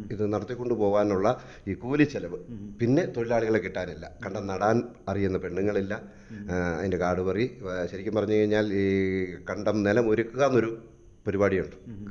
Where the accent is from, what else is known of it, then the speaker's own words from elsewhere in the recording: Rajakumari, Kerala, India; ഞങ്ങൾ കോതമംഗലത്തിനടുത്ത് പരീക്കണ്ണി എന്ന് പറയുന്ന സ്ഥലത്തു നിന്നാണ് രാജകുമാരിക്ക് വരുന്നത്. ഞാനിവിടെ വന്ന് ജനിച്ചു വളർന്ന ആളാണ്.